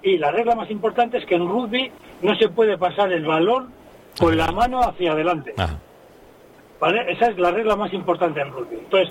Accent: Santoña, Cantabria, Spain; yo soy de Santoña

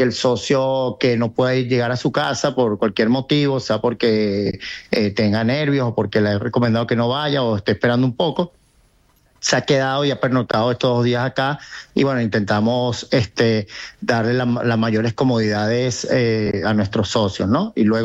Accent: Venezuela; also born or lived in Tenerife, Spain; No, yo nací acá, mis padres sí son de Tenerife y Cueva de los Vinos, yo tengo 55 años y nací acá, viví allá en Tenerife un tiempo, pero toda mi vida la he pasado acá y como soy venezolano.

